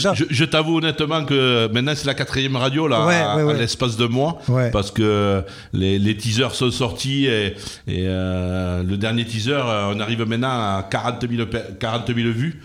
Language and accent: French; Saint-Gaudens, Occitanie, France; moi je suis un Comminges. Ouais. Je suis né à Saint-Gaudens. J'ai quasiment toujours vécu ici